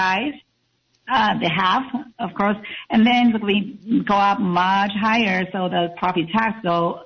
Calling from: Capitola, California, United States; from Capitola.

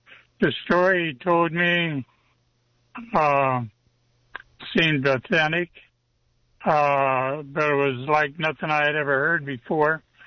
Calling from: Aptos, California, United States; I live in Aptos.

